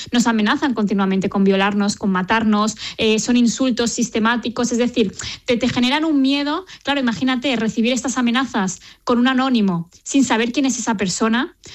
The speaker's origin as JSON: {"language": "Spanish", "town": "Lleida", "region": "Catalonia", "country": "Spain", "said": "la Asociación Feminista de Lleida, que es de donde soy"}